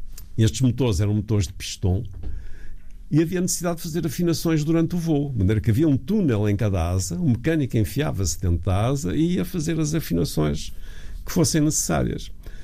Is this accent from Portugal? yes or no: yes; Vila do Conde, Norte, Portugal; Porque eu cresci em Vila de Conde.